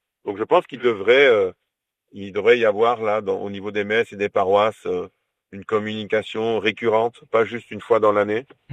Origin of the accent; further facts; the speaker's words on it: Montpellier, Occitanie, France; Parce que nous, au niveau des paroisses, même qu'on est de Montpellier, les gens ne savent pas forcément qu'ils existent, quoi.